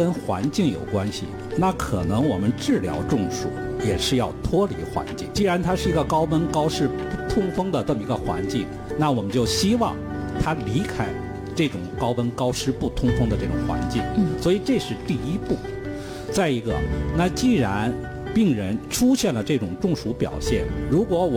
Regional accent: China; 我们中国人

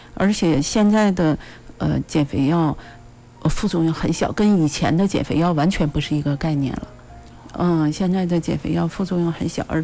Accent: China

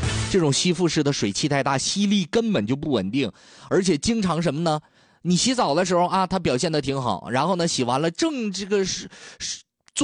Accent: Dalian, Liaoning, China; 因为我们大连人吃火锅，就是每一个地区吃火锅的人他都有一个从小到大的蘸料味道，

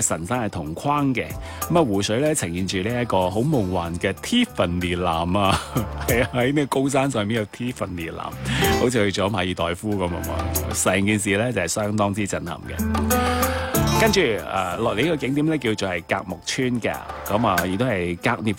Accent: Guangdong, China; 对我哋广东人

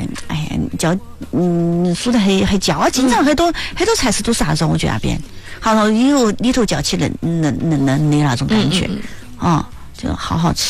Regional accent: Chongqing, China; 我们重庆人

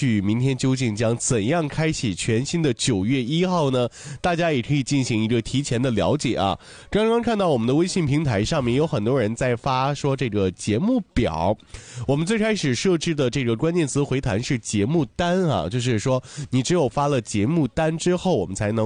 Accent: Dalian, Liaoning, China; 对于咱们大连人来说是一个开海的日子。

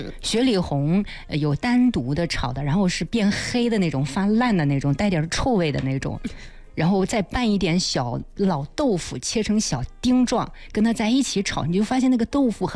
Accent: Wuwei, Anhui, China; now in Chuzhou, China; 我从滁州出发到我老家无为乡安镇

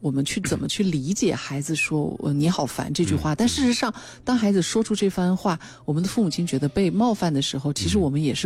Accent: China; 我们中国人

